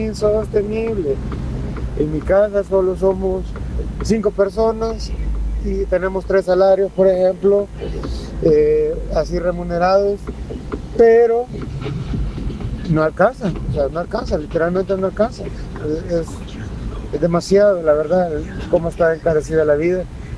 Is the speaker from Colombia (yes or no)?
no; El Salvador; ya todo va a subir, porque así somos los salvadoreños.